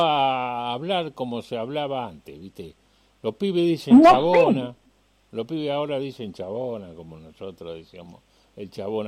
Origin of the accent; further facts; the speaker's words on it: San Genaro, Santa Fe, Argentina; porque nosotros somos todos de San Genaro